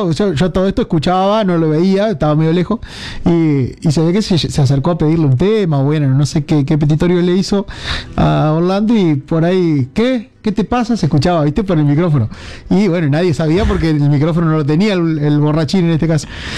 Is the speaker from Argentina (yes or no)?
yes; Juan Bernabé Molina, Santa Fe, Argentina; moved away; Estaba allá en mi pueblo, J.B. Molina